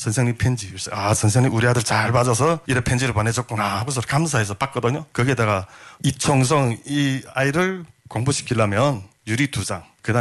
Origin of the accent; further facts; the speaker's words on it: North Korea; now in South Korea; 야 이거 북한에서 태어난 거 왜 이렇게 후회되고